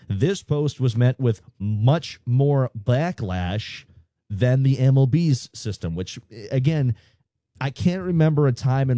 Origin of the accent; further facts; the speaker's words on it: Wisconsin, United States; I was born and raised in Wisconsin.